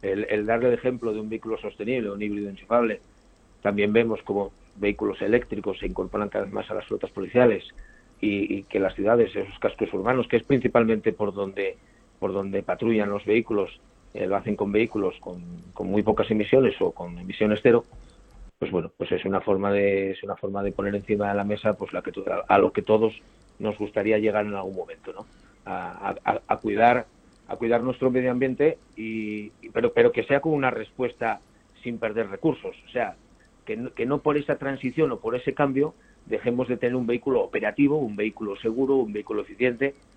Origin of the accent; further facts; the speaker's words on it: Asturias, Spain; pues cuando estás fuera de Asturias, pues como buen asturiano presumes, ¿no?